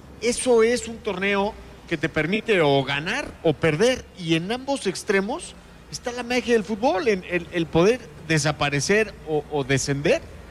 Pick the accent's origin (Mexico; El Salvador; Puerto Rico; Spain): Mexico; Querétaro; Siendo queretano